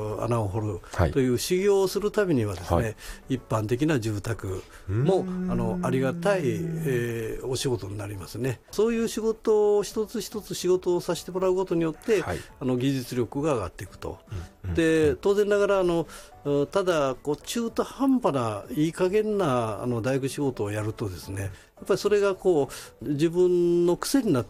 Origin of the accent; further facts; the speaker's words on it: Hyogo, Japan; 例えば私は兵庫県ですけど、兵庫県で行くと